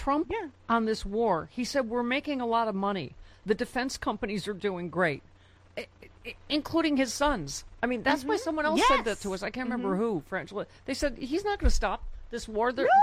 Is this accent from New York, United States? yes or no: yes; Buffalo, New York, United States; is he in fact from my hometown of Buffalo?